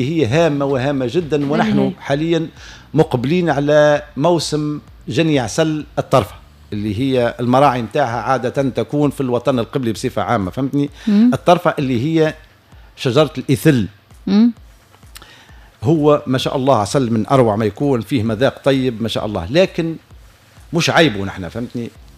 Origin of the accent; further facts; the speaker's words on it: Tunisia; العسل اللي عندنا في تونس